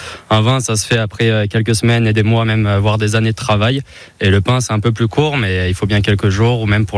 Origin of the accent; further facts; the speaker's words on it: Valence, Auvergne-Rhône-Alpes, France; Je suis de Valence, ouais, originaire